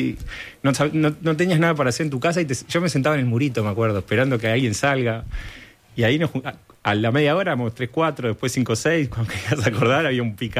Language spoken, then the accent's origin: Spanish; Montevideo, Uruguay; Soy malvinense.